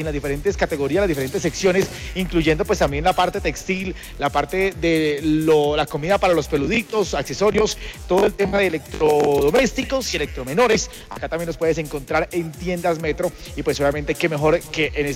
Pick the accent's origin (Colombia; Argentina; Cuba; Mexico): Colombia; porque como buenos colombianos siempre queremos el encime o la ñapa